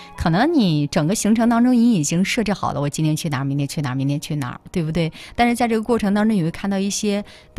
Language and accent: Chinese; Shandong, China; 虽然我是山东人，但是青岛我真一次没有去过。